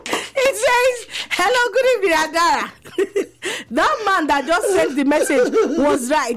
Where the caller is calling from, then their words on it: Benin; I'm calling from Benin.